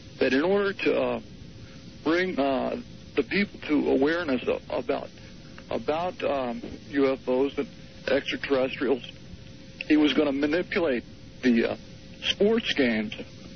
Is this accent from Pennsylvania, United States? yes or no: no; Miami, Florida, United States; now in Jacksonville, Oregon, United States; I grew up in Miami, Florida